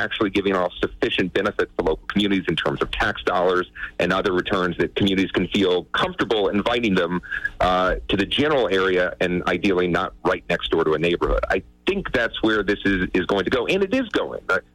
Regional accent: Virginia, United States; outside of Virginia, my hometown, home state

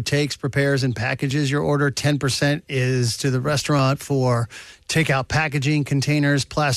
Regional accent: United States

